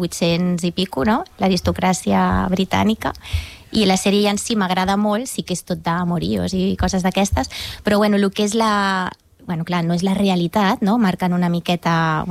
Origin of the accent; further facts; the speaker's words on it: Molins de Rei, Catalonia, Spain; also born or lived in Barcelona / Bagà; Doncs vaig néixer a Barcelona i he viscut aquí a Molins. Doncs vaig viure uns 26 anys i llavors me'n vaig anar a Bagà a viure. Vaig estar allà 6 o 7 anys.